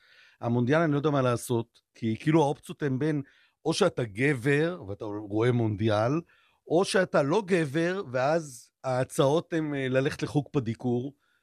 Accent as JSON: {"language": "Hebrew", "town": "Bat Yam", "region": "Tel Aviv District", "country": "Israel", "tie": "born or raised there", "said": "גם עוד בילדות שלי בבת ים."}